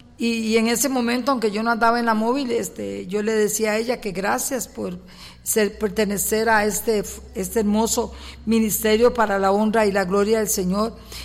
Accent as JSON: {"language": "Spanish", "region": "Puntarenas", "country": "Costa Rica", "said": "porteña como yo, ¿verdad? Yo soy porteña también"}